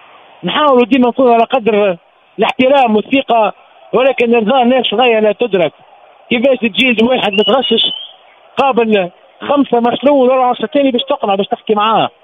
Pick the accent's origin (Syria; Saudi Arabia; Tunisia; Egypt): Tunisia; سامحوني بالكلمة، نحكي بلغة التونسي، نحكي بقلب التونسي، نحكي بلهجة التونسي